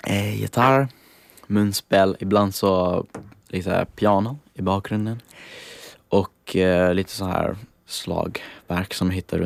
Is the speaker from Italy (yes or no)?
yes; Italy; åtminstone på italienska där jag kommer ifrån